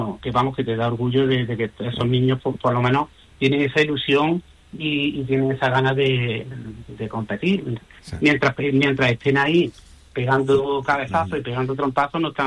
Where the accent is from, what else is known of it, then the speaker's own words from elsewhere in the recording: Spain; como españoles que somos.